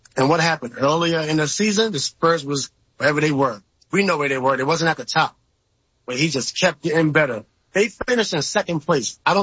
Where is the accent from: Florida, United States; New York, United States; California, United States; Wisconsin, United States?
New York, United States; Look at these New Yorkers. I'm from New York.